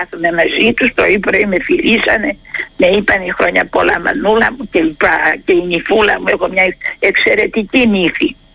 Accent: Istanbul, Turkey; moved away; also born or lived in Tatavla (Kurtuluş), Istanbul; Εγώ είμαι από τη Χαλκιδόνα και κάθισα παντρεμένη στα Τατάβλα.

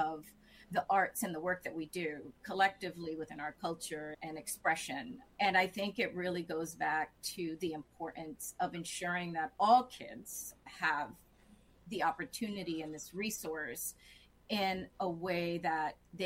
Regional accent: Massachusetts, United States; Massachusetts.

